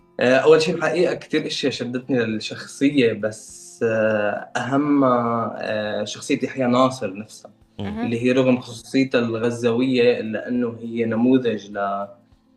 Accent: Syria; وخاصة نحن السوريين، يعني مطرح كسوري نحن ربينا على مناصرة القضية الفلسطينية

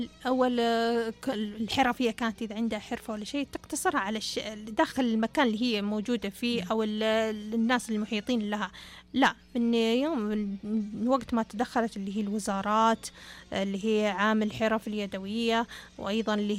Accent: Asir, Saudi Arabia; بما أن عندنا هنا في منطقة عسير

